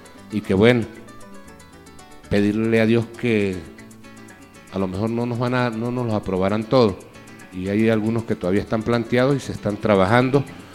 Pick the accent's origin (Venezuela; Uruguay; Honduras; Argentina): Venezuela; Mucutuy, Mérida; muy contento de poder estar acá en Mucutuy, de poder estar acá en mi pueblo, de poder estar en mi tierra.